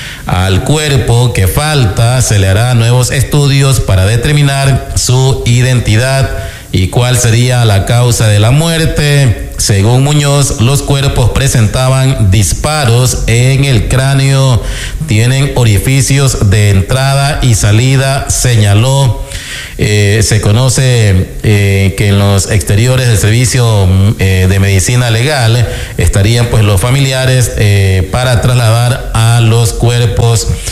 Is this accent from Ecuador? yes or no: yes; Ecuador